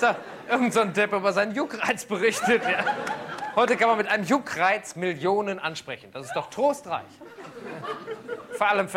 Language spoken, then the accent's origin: German; Düsseldorf, North Rhine-Westphalia, Germany; Ich komme ja aus Düsseldorf